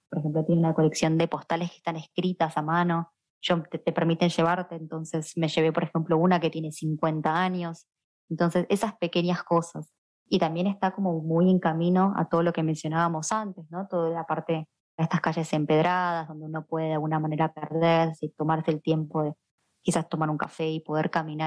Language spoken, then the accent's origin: Spanish; Argentina; moved away as an adult; now in Aberdeen, United Kingdom